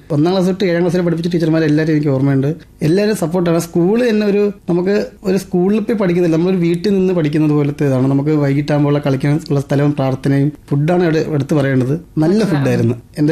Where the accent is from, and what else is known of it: Varkala, Kerala, India; born or raised there